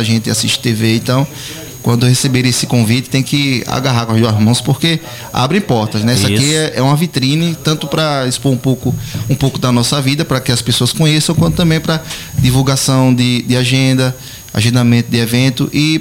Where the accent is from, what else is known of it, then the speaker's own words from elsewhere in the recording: Brazil; Sou de lá, do Bar Vermelho.